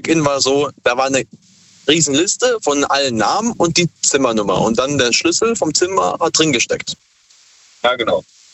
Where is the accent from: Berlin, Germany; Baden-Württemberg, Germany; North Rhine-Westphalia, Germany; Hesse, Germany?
Baden-Württemberg, Germany; Heidelberg; Wir sind aus Heidelberg.